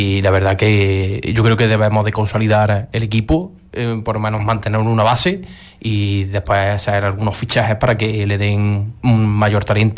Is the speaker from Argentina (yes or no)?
no; Lucena, Andalusia, Spain; yo desde chico pues he estado siempre animando al equipo de mi pueblo